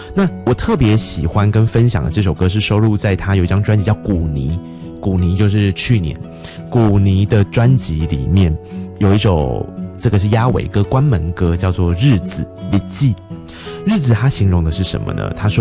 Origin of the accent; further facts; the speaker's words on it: Tainan, Taiwan; moved away; 当我离开故乡那么多年了，我再回头去感受我的故乡的时候，